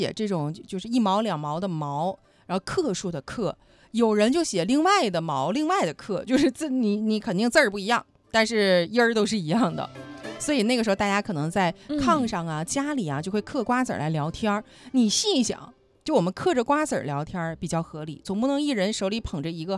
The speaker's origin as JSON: {"language": "Chinese", "country": "China", "said": "我们中国人"}